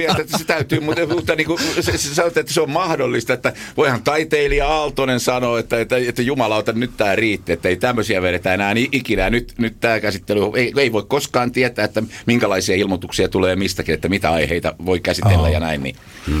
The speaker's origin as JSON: {"language": "Finnish", "town": "Tampere", "region": "Pirkanmaa", "country": "Finland", "tie": "born or raised there", "said": "Mä oon syntynyt Atalassa, eka 10 vuotta asuin Atalassa ja sitten muutettiin Nekalaa. Siellä asuin semmoisen melkein 5 vuotta ja sitten siitä Multisiltaa"}